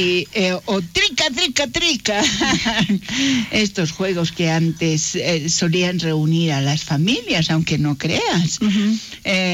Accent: Bolivia

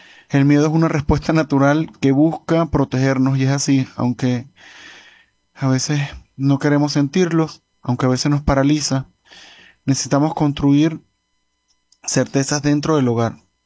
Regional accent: Venezuela; al ver tantos esfuerzos desde nosotros mismos como venezolanos, me siento orgulloso porque sé que podemos seguir adelante

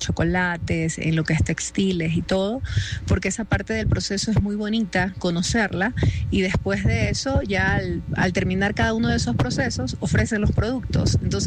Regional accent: Guayaquil, Guayas, Ecuador; Buenos días … vengo de Guayaquil.

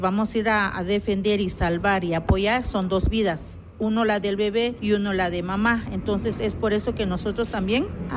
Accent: Alta Verapaz, Guatemala; first language Q'eqchi'; Spanish is a second language; soy de Alta Verapaz y mi idioma es Quechí.

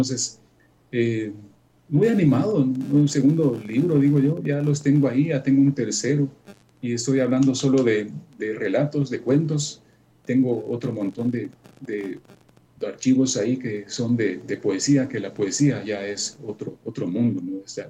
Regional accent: Amatitlán, Guatemala Department, Guatemala; yo, como soy de Amatitlán y tengo la buena parte de cuentos se desempeñan en Amatitlán

